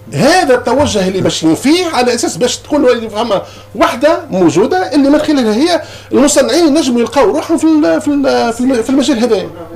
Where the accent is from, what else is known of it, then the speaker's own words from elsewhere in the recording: Tunisia; عندنا في تونس